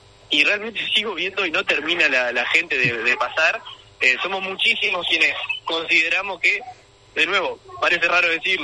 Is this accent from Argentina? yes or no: yes; Argentina